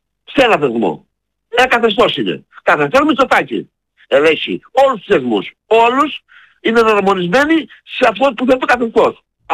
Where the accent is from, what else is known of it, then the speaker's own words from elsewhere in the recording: Greece; σαν άνθρωπος, σαν άντρας, σαν Έλληνας